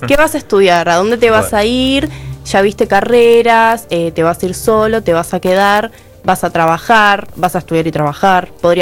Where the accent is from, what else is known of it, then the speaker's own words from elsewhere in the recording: Río Gallegos, Santa Cruz, Argentina; nosotros los adolescentes que somos de Río Gallegos